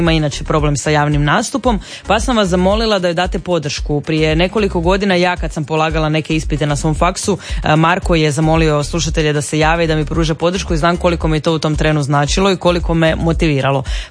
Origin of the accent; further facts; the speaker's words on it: Croatia; Ali nisam ni sumnjala da ćemo mi kao Hrvati krenuti u tom smjeru